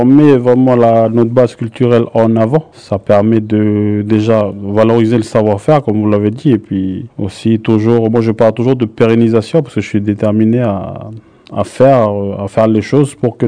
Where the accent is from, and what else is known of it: Lifou, Loyalty Islands Province, New Caledonia